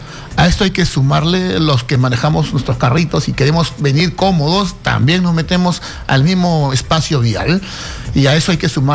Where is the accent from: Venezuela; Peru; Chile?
Peru; Lima; todos los limeños, que somos los limeños invisibles